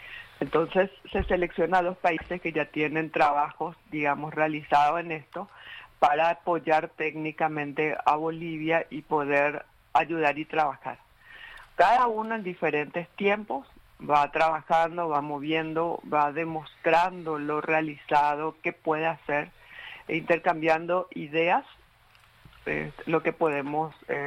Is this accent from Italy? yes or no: no; Paraguay